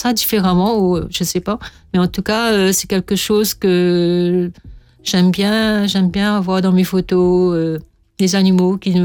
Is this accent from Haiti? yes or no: no; Mauritius